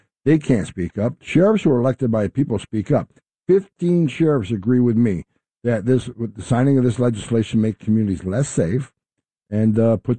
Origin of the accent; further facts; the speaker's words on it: New York City, New York, United States; I love New York City. I grew up in New York. I went to college in New York. I was a cop in New York.